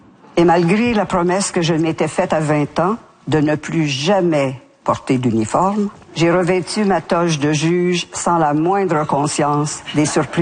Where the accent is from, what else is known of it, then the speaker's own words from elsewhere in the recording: Montreal, Quebec, Canada; J'ai grandi à Montréal dans un milieu confortablement homogène.